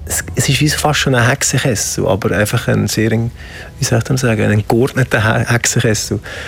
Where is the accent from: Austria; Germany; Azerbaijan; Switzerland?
Switzerland; Lucerne; für mich als Luzerner Musiker